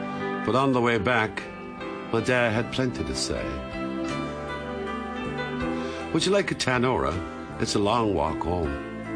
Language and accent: English; Cork, Munster, Ireland; Growing up in Ireland, in Cork, and as a young lad, I went down the park to see a match with my dad.